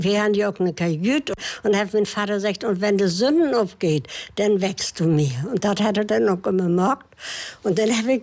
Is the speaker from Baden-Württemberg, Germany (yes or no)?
no; Seedorf, Mecklenburg-Vorpommern, Germany; born there; Ich bin in Seedorf auf Rügen geboren und auch auf Wossen.